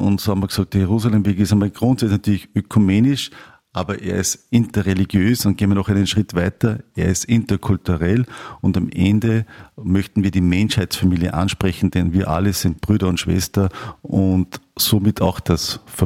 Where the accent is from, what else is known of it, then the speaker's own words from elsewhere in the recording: Upper Austria, Austria; für mich als Oberösterreicher